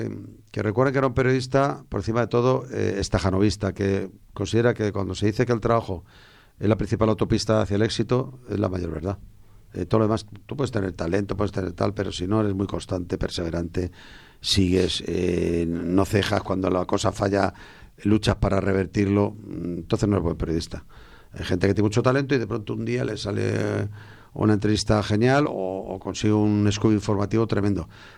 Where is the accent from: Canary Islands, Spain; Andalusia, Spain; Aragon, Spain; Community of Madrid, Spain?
Community of Madrid, Spain; Madrid; also born or lived in La Mancha, Castilla-La Mancha; Yo tenía un año y dos meses cuando mis padres vinieron a trabajar a Madrid y podía haber dicho que era gato, porque desde que tengo su razón yo he crecido en Madrid.